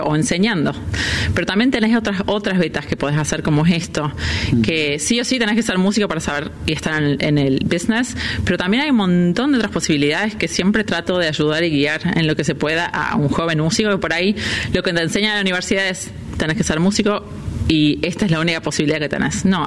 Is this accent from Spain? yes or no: no; Córdoba, Argentina; moved away as an adult; also born or lived in New York; now in Miami, United States; como cordobesa, creo que si me preguntás, me quedo yo con el micrófono